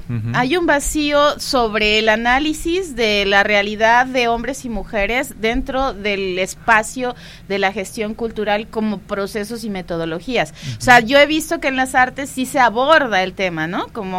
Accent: Morelos, Mexico; Porque además yo no soy de Ciudad de México, yo soy de Morelos.

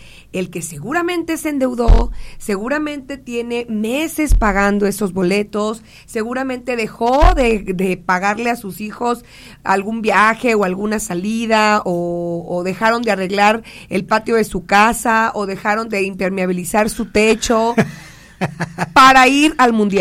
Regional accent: Mexico; Pero sí creo que como mexicanos no quedamos contentos, no quedamos satisfechos, no nos vimos identificados.

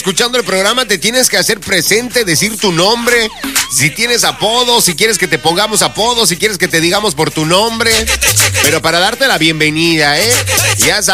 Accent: Mexico; born there; now in Mérida, Mexico; Qué bonito que nacimos en México, ¿verdad?

